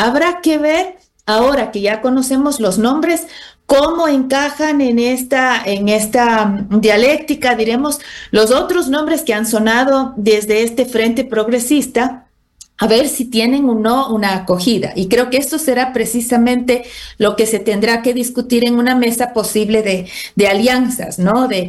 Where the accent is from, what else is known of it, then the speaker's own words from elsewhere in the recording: Ecuador; en sociedades como la nuestra, como la ecuatoriana